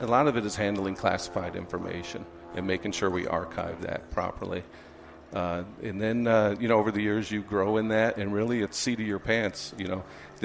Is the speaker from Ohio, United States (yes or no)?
no; Chicago, Illinois, United States; It is, and growing up in Chicago, I'm surprised I never made it up this way before I joined the Air Force.